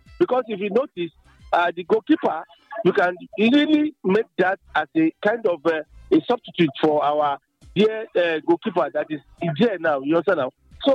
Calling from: Abeokuta, Ogun, Nigeria; I'm calling you from Ishaga, Willie Abeokuta.

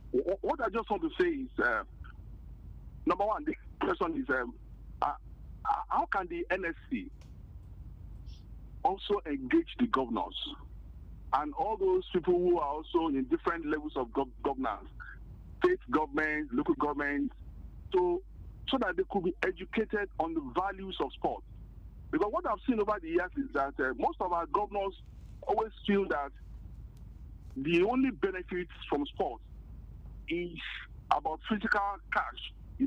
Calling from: Abeokuta, Ogun, Nigeria; I'm calling from Abeokuta.

